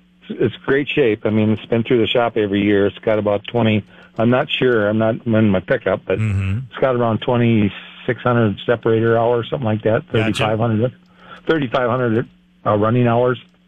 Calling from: Slayton, Minnesota, United States; from Slayton, Minnesota.

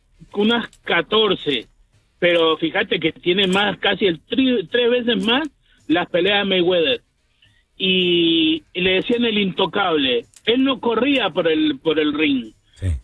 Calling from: Uruguay; Yo soy de Uruguay

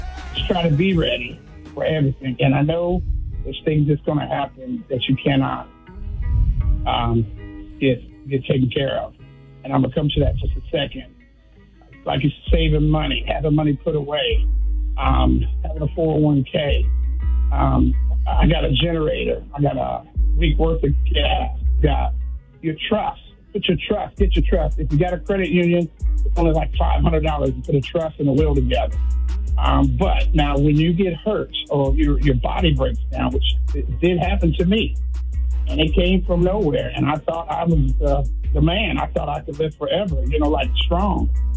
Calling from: North Carolina, United States; I'm calling from North Carolina.

